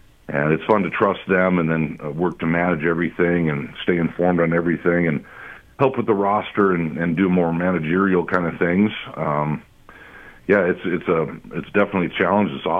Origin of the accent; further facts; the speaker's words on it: Yankton, South Dakota, United States; moved away; And I'm from Yankton originally.